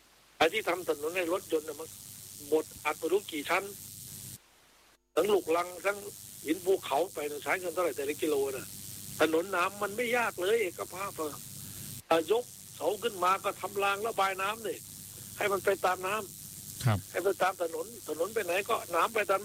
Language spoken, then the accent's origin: Thai; Isan, Thailand; พี่อีสานบ้านเฮา